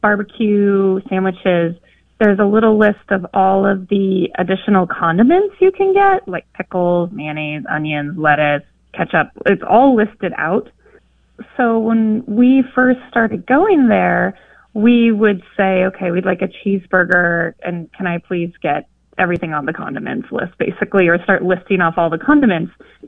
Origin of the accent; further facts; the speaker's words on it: Pacific Northwest, United States; now in Norfolk, United States; So I'm from the Pacific Northwest, and I've lived in several parts of the United States and moved to Norfolk, which is in the mid-Atlantic, a few years ago.